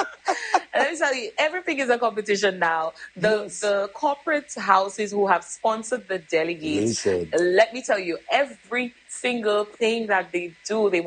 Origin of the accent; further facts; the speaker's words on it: Trinidad & Tobago; now in San Fernando, Trinidad and Tobago; I'm from Camrys, but I live in Sufra